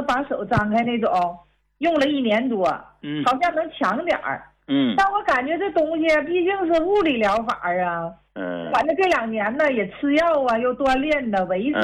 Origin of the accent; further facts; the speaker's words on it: Shenyang, Liaoning, China; 哎，我家是沈阳的。